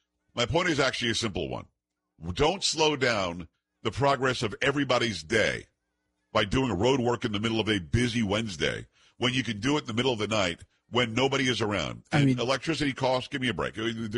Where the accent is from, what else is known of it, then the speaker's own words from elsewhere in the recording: Texas, United States; Love Texas. Love. … I'm a Texan.